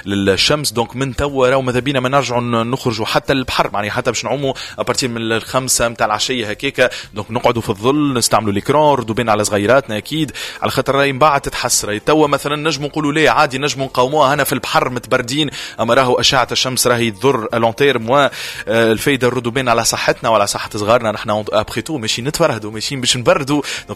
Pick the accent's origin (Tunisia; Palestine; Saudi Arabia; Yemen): Tunisia; نعمه هذه عندنا في تونس